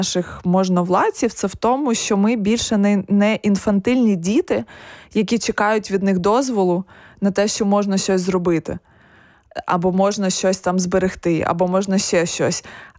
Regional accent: Kyiv, Ukraine; в моєму рідному Києві

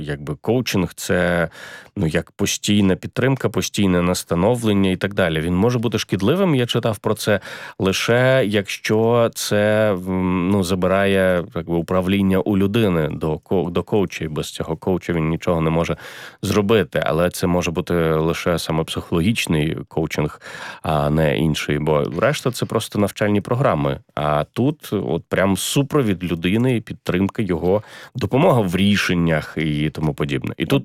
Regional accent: Mariupol, Donetsk Oblast, Ukraine; я з Маріуполя.

